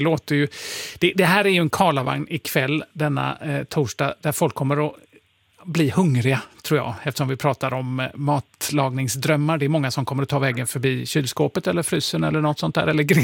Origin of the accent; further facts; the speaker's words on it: Kävlinge, Skåne, Sweden; born there; Jag är född i Kävlinge.